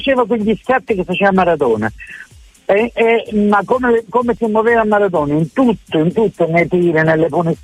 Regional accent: Naples, Campania, Italy; born there; sono nato a Napoli da due genitori meravigliosi napoletani.

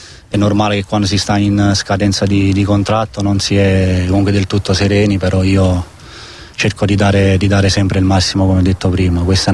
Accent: Naples, Campania, Italy; io da buon napoletano

